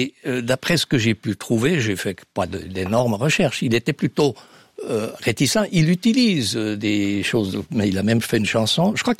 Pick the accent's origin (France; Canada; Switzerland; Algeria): Switzerland; Fribourg; je viens de Fribourg où nous parlons ce qu'on appelle le Bolz, c'est-à-dire le mélange des deux langues allemand et français du coin.